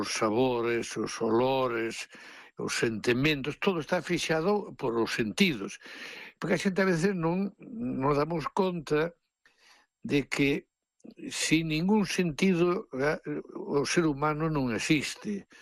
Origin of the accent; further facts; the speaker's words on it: Padroso, Galicia, Spain; Tuve unhas mestras, sempre mulleres, na escola unitaria, lá en Abeleda, ao lado da miña aldea de Padroso